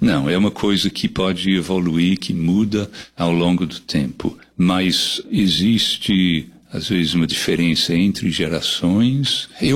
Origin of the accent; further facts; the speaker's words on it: England, United Kingdom; Portuguese is a second language; now in Brazil; Eu nasci na Inglaterra, nasci e criado na Inglaterra. Eu moro no Brasil desde 1976, então 50 anos.